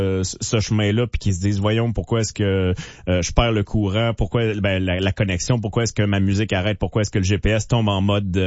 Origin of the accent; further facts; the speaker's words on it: Nicolet, Quebec, Canada; moi, je viens de Nicolette